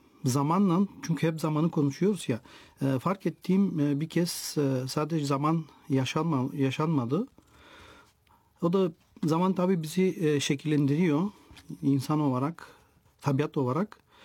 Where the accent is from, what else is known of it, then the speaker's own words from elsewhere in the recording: Rozino, Plovdiv Province, Bulgaria; Ben Bulgaristan doğumluyum. Rozina'da doğdum. Doğma ve büyüme köyüm. Kültürün, dillerin ve inançların iç içe geçtiği bu coğrafyada çok ünlü bir memlekettir.